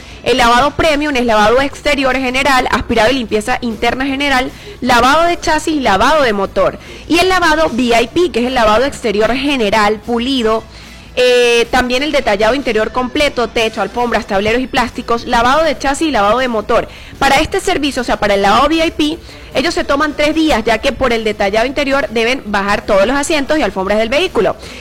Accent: Venezuela; Y eso somos nosotros, los venezolanos

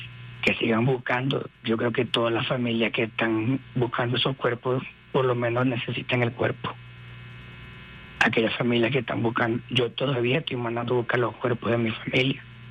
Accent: Caraballeda, La Guaira, Venezuela; Soy de La Guaira de Caribe, Barroca Caraballeda.

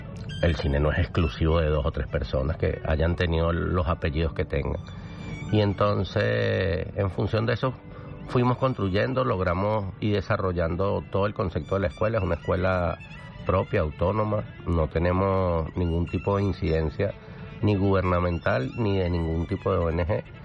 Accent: Caracas, Capital District, Venezuela; Yo vengo de La Vega, yo vengo de Katia

